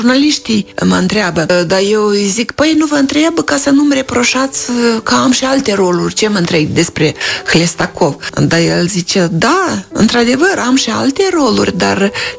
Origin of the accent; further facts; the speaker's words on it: Orhei, Orhei District, Moldova; știți că și eu sunt din Orhei